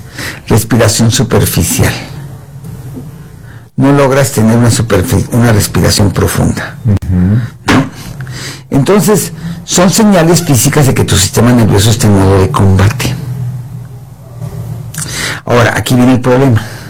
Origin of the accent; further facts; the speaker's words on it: Coacalco, State of Mexico, Mexico; No, ¿qué te pasa? ¿Por qué te metes con Coacalco?